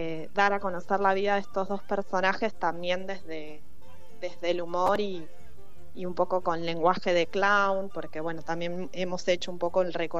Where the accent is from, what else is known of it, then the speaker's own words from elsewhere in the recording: Neuquén, Argentina; now in La Plata, Argentina; yo soy de Neuquén.